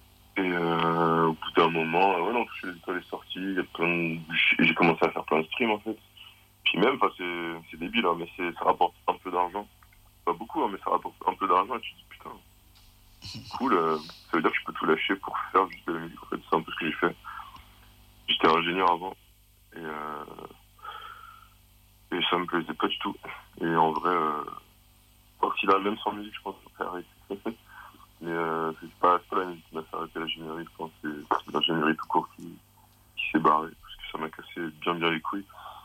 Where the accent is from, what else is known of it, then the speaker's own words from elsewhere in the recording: Normandy, France; born there; j'avais des potes dans mon bled en Normandie.